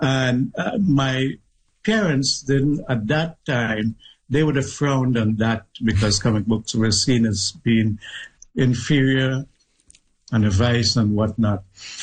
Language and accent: English; South Trinidad, Trinidad & Tobago; I grew up in South Trinidad in a little village called Tablad, and there was an extended, I grew up in a house with an extended family